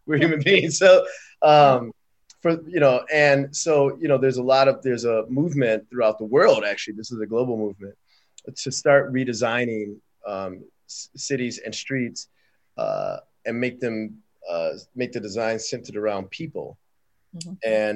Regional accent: Detroit, Michigan, United States; I'm from Detroit, you know, myself, you know, and so, you know, I can't imagine them putting a bike lane on 7 Mile, for instance.

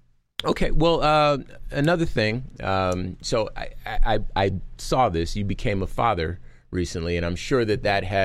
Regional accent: Compton, California, United States; So I'm from Compton, California, right?

